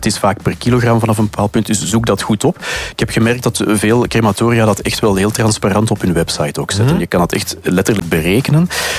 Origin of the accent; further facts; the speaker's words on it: Mechelen, Flanders, Belgium; Nu, wij zijn van Mechelen bijvoorbeeld.